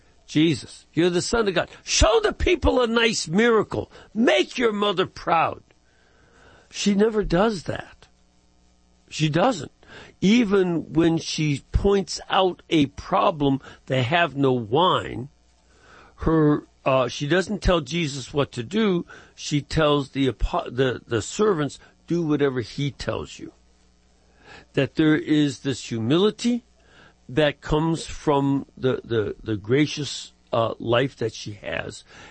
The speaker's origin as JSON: {"language": "English", "town": "Chicago", "region": "Illinois", "country": "United States", "said": "But again, it helps me as a Chicagoan to understand it."}